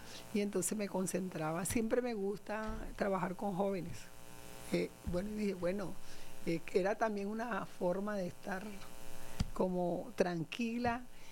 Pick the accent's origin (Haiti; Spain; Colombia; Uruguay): Colombia; Barranquilla, Atlántico; also born or lived in Puerto Escondido, Córdoba, Colombia; Estudié en Barranquilla, nací en Puerto Escondido, pero la familia se fue estando yo muy niña para Barranquilla. Tengo los dos, el corazón lo comparto entre Puerto y entre Barranquilla. ¿Qué te digo? En Barranquilla terminé también bachillerato